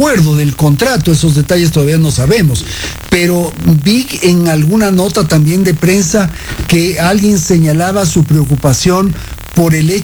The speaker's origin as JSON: {"language": "Spanish", "country": "Ecuador"}